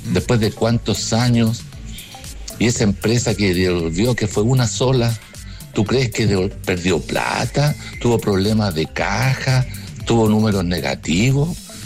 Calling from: Olmué, Valparaíso, Chile

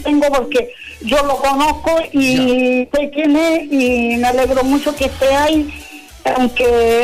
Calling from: Chile; soy mujer y soy chilena.

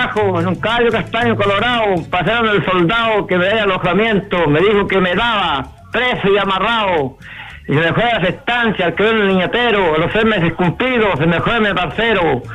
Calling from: Cañete, Biobío, Chile; De Cayo Cupil, de Cañete.

